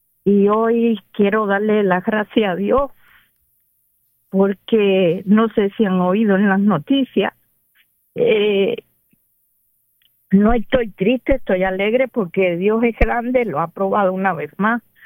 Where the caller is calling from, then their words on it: Hialeah, Florida, United States; Yo trabajo en Hialeah, vivo en Hialeah y trabajo en Hollywood.